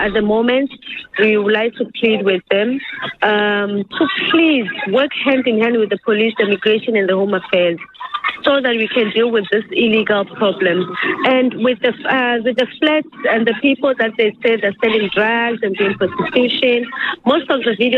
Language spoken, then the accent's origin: English; South Africa; born or raised there